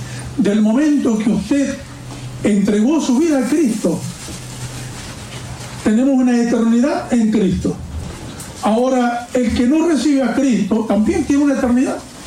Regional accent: Chile; born there; yo nací en Chile, mi procedencia, mis raíces son de Chile, nací en Chile.

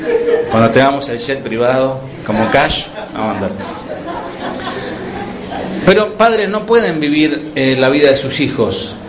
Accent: Argentina; born there; la Iglesia de Dios en Argentina, allí donde nosotros nacimos.

